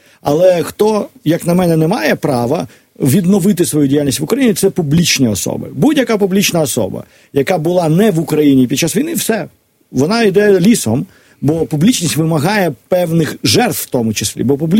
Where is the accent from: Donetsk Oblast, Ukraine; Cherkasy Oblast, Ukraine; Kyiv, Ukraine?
Kyiv, Ukraine; я виріс в Києві, все моє дитинство ми говорили російською, і всі книжки я читав російською.